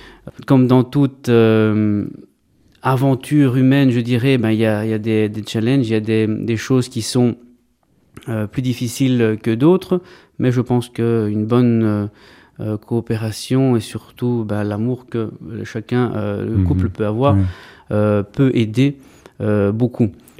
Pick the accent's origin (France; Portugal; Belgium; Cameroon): Belgium; Brussels, Brussels-Capital Region; also born or lived in Greece; Et donc, voilà, je suis né en Grèce moi-même, mais j'ai grandi ici en Belgique, à Bruxelles plus précisément.